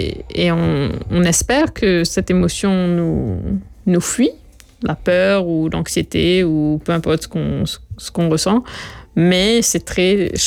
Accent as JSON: {"language": "French", "country": "Mauritius", "said": "Ben, je crois que, en tant que Mauricien, we underutilize our banks."}